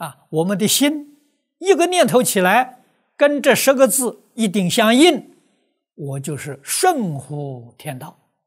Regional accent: China; 我们中国人

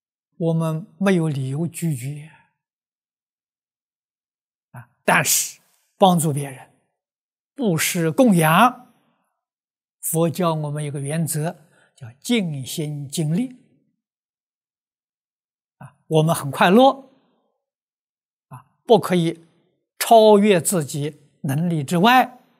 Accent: China; 我们中国人常讲合情合理合法。

